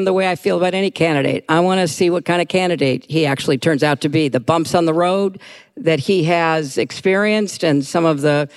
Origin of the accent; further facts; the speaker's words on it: New York, United States; But I'm not a Mainer. I'm a New Yorker.